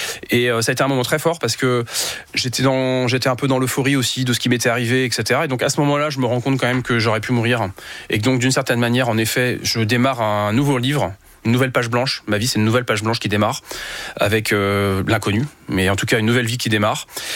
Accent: Pays de la Loire, France; now in Vannes, France; j'ai passé donc 24 heures donc dans le Maine-et-Loire, là où j'ai grandi, où mes parents avaient encore leur maison à cette époque-là.

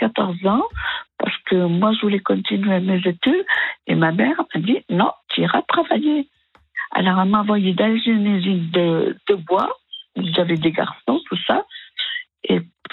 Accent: Cosne-Cours-sur-Loire, Bourgogne-Franche-Comté, France; je suis née à Cône.

